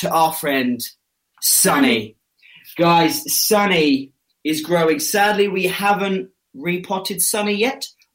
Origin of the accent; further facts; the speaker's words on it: London, United Kingdom; I am also from London.